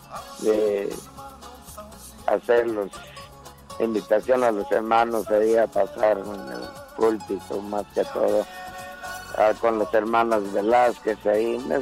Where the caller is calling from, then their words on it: Guatemala; Aquí de Chipotón.